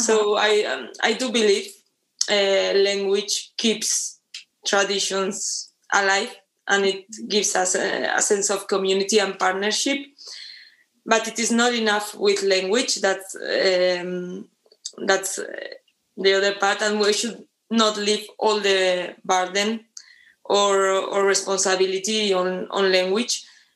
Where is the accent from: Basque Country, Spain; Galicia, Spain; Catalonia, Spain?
Basque Country, Spain